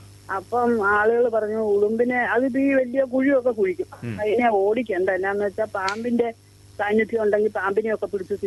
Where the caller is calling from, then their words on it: Ettumanoor, Kerala, India; ഏറ്റുമാനൂരിൽ നിന്നാണ് വിളിക്കുന്നത്.